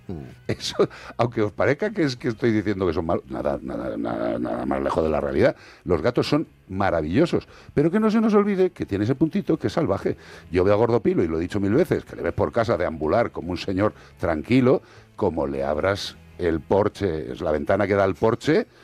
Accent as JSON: {"language": "Spanish", "town": "Madrid", "region": "Community of Madrid", "country": "Spain", "tie": "born there", "said": "Yo nací, yo nací en Madrid."}